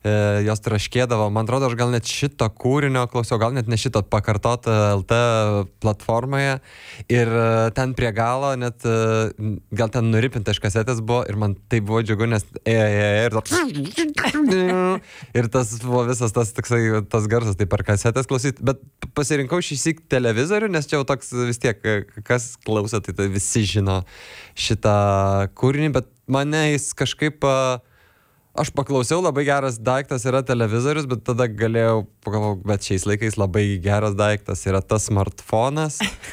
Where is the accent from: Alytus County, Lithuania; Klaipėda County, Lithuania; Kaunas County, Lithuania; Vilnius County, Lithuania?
Vilnius County, Lithuania; Vilnius; Šiaip aš vilnietis pagrinde